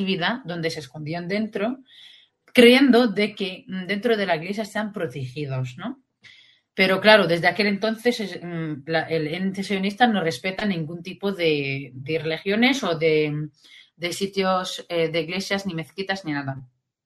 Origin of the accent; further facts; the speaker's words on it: Beit Sahour, West Bank, Palestine; moved away as an adult; now in Spain; Así que yo he vivido toda mi infancia y mi juventud en Palestina, Luego salí para estudios, o sea, estoy en España terminando ahora el doctorado.